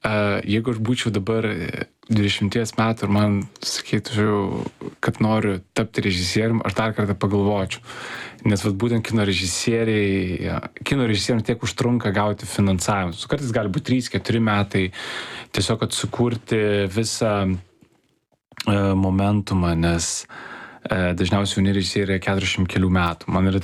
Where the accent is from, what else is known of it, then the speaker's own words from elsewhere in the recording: Vilnius, Vilnius County, Lithuania; Tai aš sakau, kai aš buvau mažas, aš kažkaip augau Pašilaičiuose, 20-ais buvo visai kitokie tie Pašilaičiai.